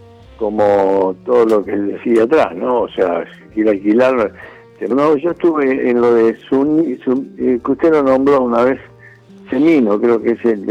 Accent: Buenos Aires, Argentina; nosotros en el barrio, yo soy de, oriundo de Flores, éramos los únicos que teníamos la televisión

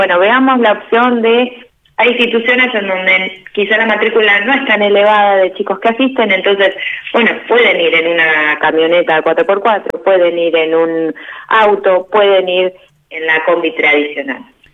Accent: Bahía Blanca, Buenos Aires Province, Argentina; Nacida y criada en Bahía.

